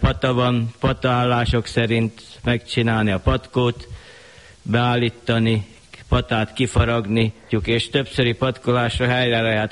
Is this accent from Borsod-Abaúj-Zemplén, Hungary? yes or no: no; Körmend, Vas, Hungary; 25-ben születtem, itt nőttem föl teljes mértékben